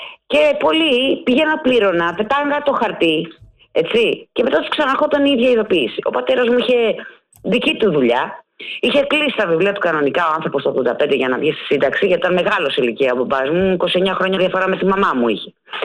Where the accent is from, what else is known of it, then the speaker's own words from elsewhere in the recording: Greece; χαίρομαι που είμαι Ελληνίδα